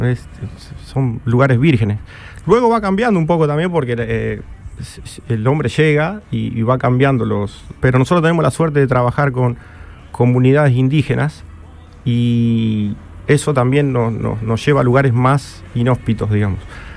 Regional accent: Salto Grande, Santa Fe, Argentina; now in Totoras, Argentina; Yo soy de Salto Grande y vivo en Totoras. Acá son pueblitos vecinos, sí, sí. A una hora más o menos.

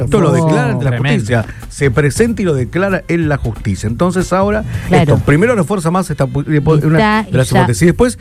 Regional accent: Rosario, Santa Fe, Argentina; No, va a comparar, somos Santa Fe, somos rosarinos, boludo.

